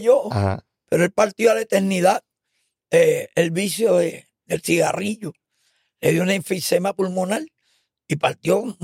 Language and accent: Spanish; Ponce, Puerto Rico; Porque yo me crié en Ponce y hay otro ambiente en la calle.